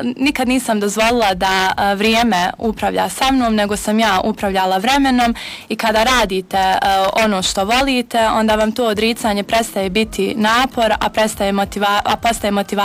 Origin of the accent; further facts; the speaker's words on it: Vareš, Federation of Bosnia and Herzegovina, Bosnia & Herzegovina; also born or lived in Sarajevo; rođena sam 2007. godine u Sarajevu, odrasla sam i školovala se u Varaš Majdanu i Varešu.